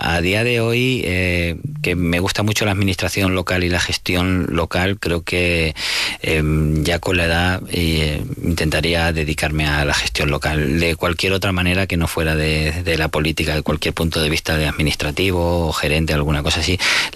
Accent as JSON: {"language": "Spanish", "region": "Castilla-La Mancha", "country": "Spain"}